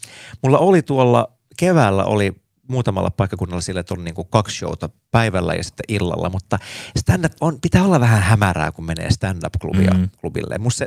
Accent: Siuntio, Uusimaa, Finland; mun omassa kotipaikkakunnassa Siuntiossa, koska siellä, mä oon sieltä kotoisin, niin mä oon tavallaan siellä tunnettu enemmänkin mun niin kuin isän poikana.

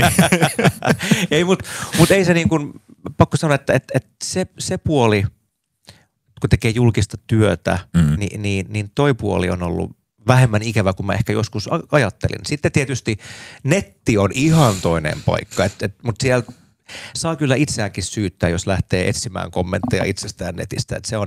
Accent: Siuntio, Uusimaa, Finland; mun omassa kotipaikkakunnassa Siuntiossa, koska siellä, mä oon sieltä kotoisin, niin mä oon tavallaan siellä tunnettu enemmänkin mun niin kuin isän poikana.

